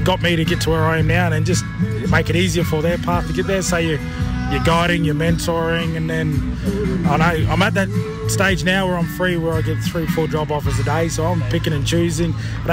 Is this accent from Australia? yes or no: yes; Cunnamulla, Queensland, Australia; I knew I was from Cunnamulla, I knew I was Kuma Kunya man